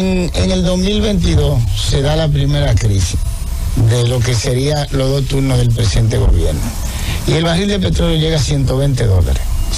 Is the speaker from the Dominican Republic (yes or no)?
yes; Dominican Republic